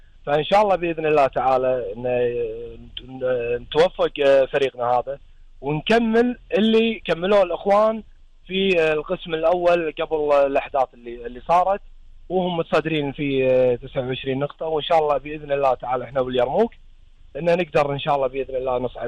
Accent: Kuwait

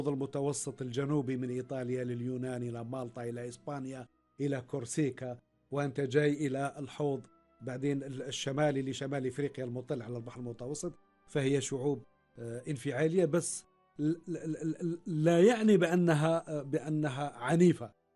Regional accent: Algeria; now in Kuwait; أنا لما أتيت إلى الكويت، لما جيت الكويت فكانت سمعتنا سبقتنا

